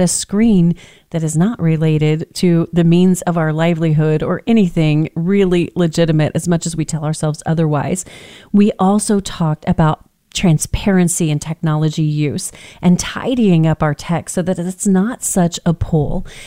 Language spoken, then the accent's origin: English; United States